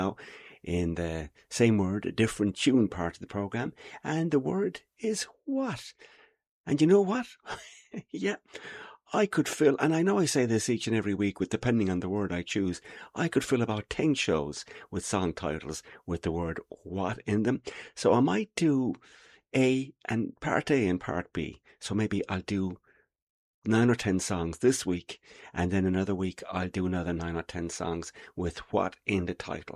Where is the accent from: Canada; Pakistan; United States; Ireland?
Ireland; Limerick, Munster; broadcasting from my hometown and city of art of Limerick in Ireland